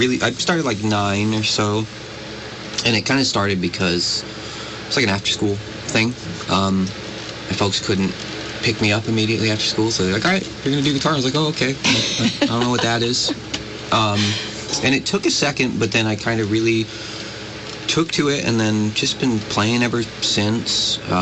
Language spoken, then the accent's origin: English; Vermont, United States; born there; being around Vermont. There's actually a pick or an open jam that used to happen in my hometown